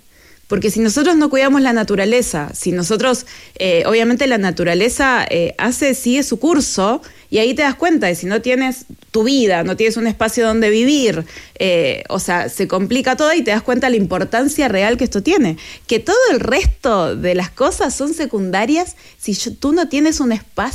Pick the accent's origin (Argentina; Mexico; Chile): Chile; que seamos inteligentes como chilenos y evitemos esto antes de que suceda, ¿no?